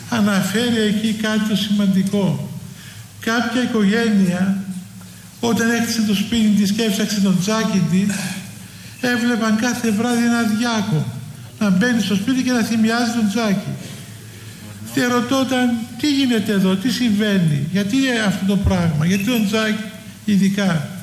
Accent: Cyprus; moved away; εγώ είμαι από την Κύπρο και βιώσαμε στην πατρίδα μας την προσφυγιά, όπως και εσείς εδώ πριν αρκετά χρόνια, και φύγαμε από τον τόπο μας και αφήσαμε τα ιερά και τα όσια μας.

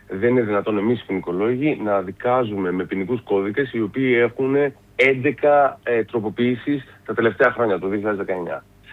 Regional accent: Greece; σαν Έλληνες

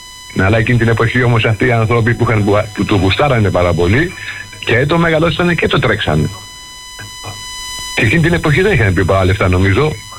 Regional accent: Lefkada, Ionian Islands, Greece; είμαι Λευκαδής.

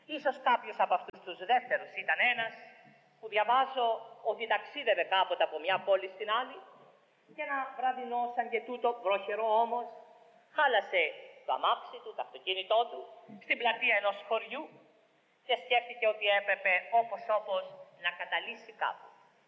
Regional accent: Corfu, Ionian Islands, Greece; στο νησί μου στην Κέρκυρα

